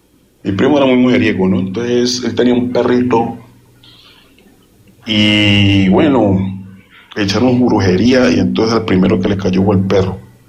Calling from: Candelaria, Valle del Cauca, Colombia; yo vivo en Candelaria, Candelaria del Cauca.

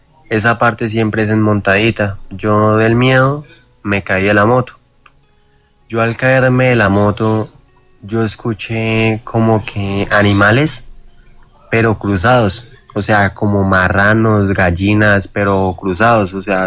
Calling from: San Juan de Rioseco, Cundinamarca, Colombia; yo vivo en San Juan de Río Seco, con Dinamarca.

